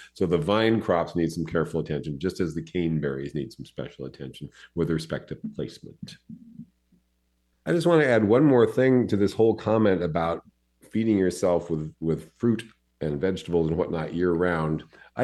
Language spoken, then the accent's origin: English; San Diego, California, United States; I grew up with these in San Diego.